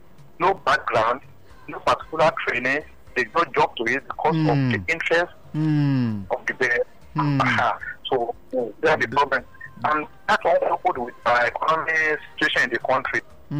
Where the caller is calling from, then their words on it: Ibafo, Ogun, Nigeria; I'm calling from Ibafo, yeah.